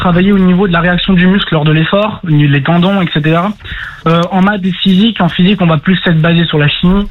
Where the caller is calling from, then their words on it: Nîmes, Occitanie, France; je suis en STAPS à Nîmes.